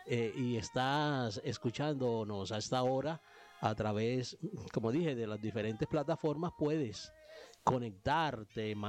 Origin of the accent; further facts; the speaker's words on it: Córdoba, Colombia; tiene un dejo de identidad y de lo que somos los cordobeses